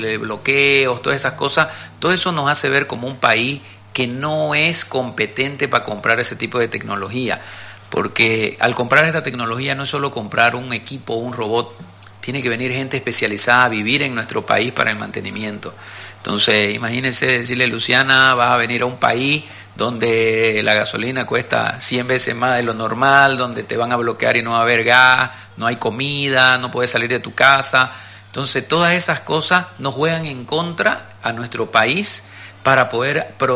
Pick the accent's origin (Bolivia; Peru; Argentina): Bolivia; yo soy boliviano